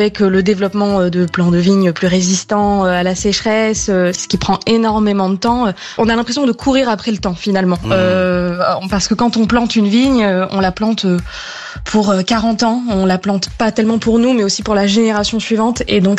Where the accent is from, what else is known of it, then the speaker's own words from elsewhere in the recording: Bordeaux, Nouvelle-Aquitaine, France; Bordeaux aussi, qui est ma région d'origine. Donc c'est vrai que je suis particulièrement attachée à leur sort.